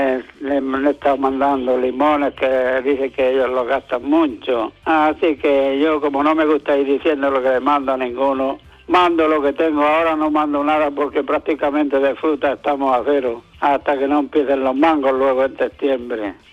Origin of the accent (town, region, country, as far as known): Almuñécar, Andalusia, Spain